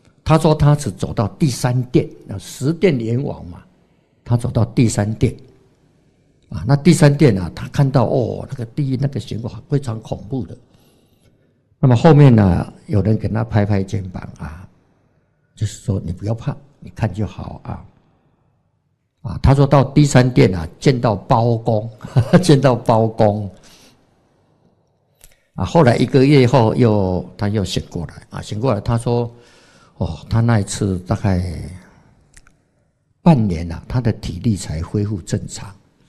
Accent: Taiwan; accent: Taiwanese accent; 我们是台湾口音的讲台语的

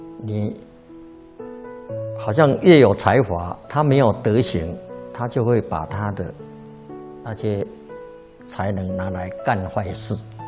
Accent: China; 所以现在我们中国人就是学西方的那种教学方式

